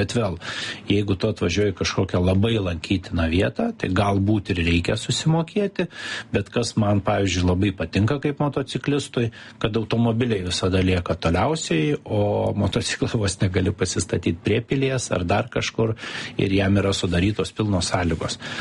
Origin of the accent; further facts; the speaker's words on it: Kaunas, Kaunas County, Lithuania; aš pats kaunietis esu